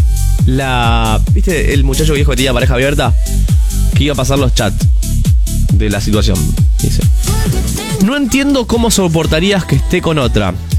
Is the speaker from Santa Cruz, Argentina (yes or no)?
no; Chaco, Argentina; now in Rosario, Argentina; Estoy en Rosario, pero soy chaqueño.